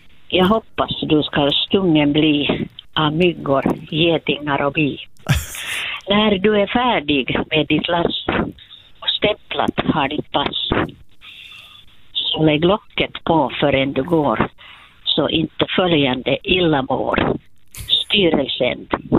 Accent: Porvoo, Uusimaa, Finland; jag är hemma från Borgå

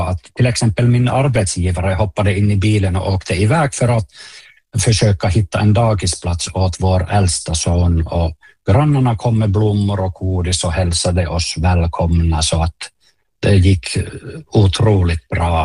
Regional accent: Oulu, North Ostrobothnia, Finland; Swedish is a second language; jag är från Uleåborg. Som ni hör, jag kan inte prata svenska ordentligt, men jag håller på att lära mig.

